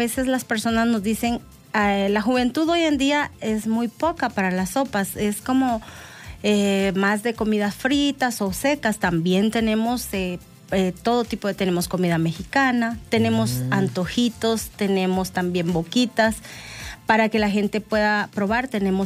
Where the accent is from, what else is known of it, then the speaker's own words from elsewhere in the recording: Guatemala; También hacemos tapado guatemalteco. Yo soy guatemalteca, entonces hacemos una mariscada, pero con leche de coco.